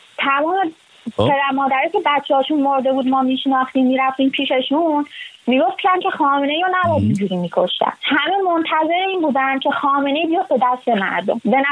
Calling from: Shiraz, Fars, Iran; من از شیراز اومدم.

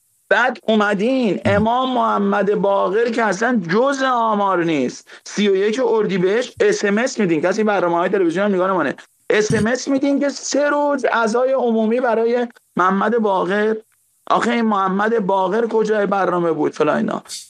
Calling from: Iran; من نزدیک 40 سالمه، 30 سالش توی هیئت‌ها بزرگ شدم، یعنی نه تقصیر من نبوده، همه ایرانی این شکلی بودن.

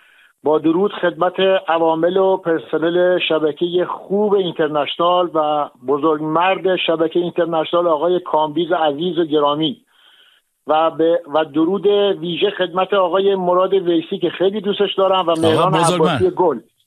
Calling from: Iran

